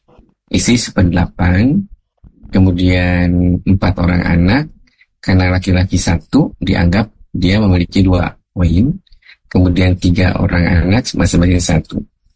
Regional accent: Cilacap, Central Java, Indonesia; Dekat saya, isi saya dari Cilacap juga, dari Majenak. Berdekatan sekali ya.

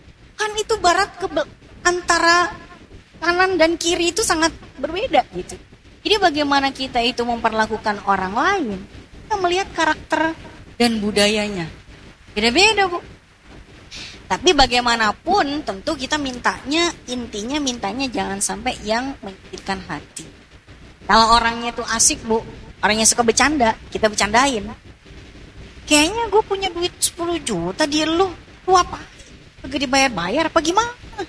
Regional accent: Java, Indonesia; also born or lived in Jakarta; misalnya saya nih, saya sebetulnya orang Jawa, tapi lama di Betawi.

